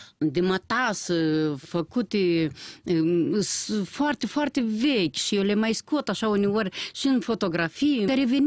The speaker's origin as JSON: {"language": "Romanian", "country": "Moldova", "said": "la noi la sud"}